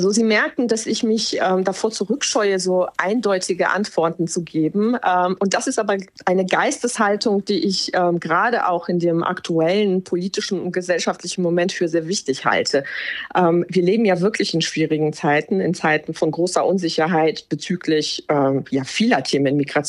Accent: Poland; now in Germany; das ist, wie ich mich jetzt als Polin fühle und das ist jetzt, wie ich mich als Deutsche fühle.

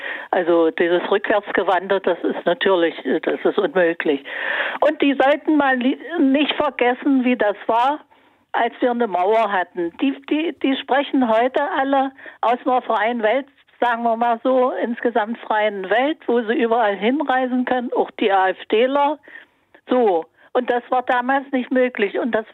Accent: Dessau, Saxony-Anhalt, Germany; born there; moved away as an adult; now in Münster, Germany; Ich bin Sachsen-Anhaltinerin. Ich komme aus Dessau. Ich bin dort geboren worden, 1947. Also ich habe die ganze, wir sind immer abgehauen, 1988, mein Mann und ich. Also ich habe die ganze DDR erlebt, sozusagen.

